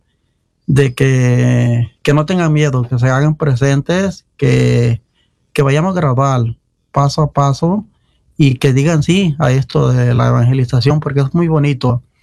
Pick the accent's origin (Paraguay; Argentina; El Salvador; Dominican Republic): El Salvador; moved away; Yo soy salvadoreño